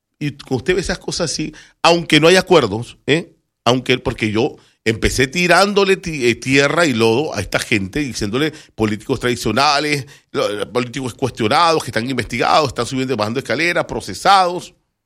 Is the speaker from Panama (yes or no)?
yes; Panama; como una panameña que paga tributos y como un panameño que paga tributo también.